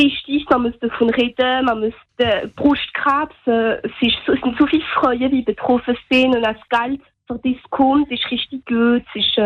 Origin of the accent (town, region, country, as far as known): Strasbourg, Grand Est, France; German is a second language